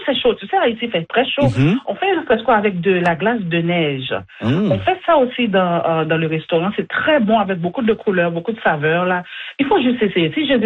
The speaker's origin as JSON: {"language": "French", "town": "Montreal", "region": "Quebec", "country": "Canada", "moved": "as an adult", "lives_now": "Acadia, Canada", "said": "Moi personnellement, quand j'arrivais en Acadie, c'est loin de Montréal. Je viens de Montréal en plus."}